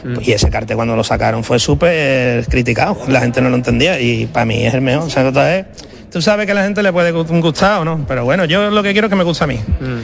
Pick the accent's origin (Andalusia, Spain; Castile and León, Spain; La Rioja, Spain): Andalusia, Spain; Cádiz; porque yo además soy de Cádiz, muy carnavalero